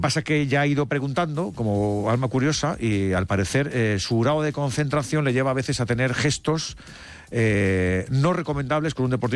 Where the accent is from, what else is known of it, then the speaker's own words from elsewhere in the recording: Asturias, Spain; como asturiano, que Fernando Alonso cuando despuntó no le gustaba.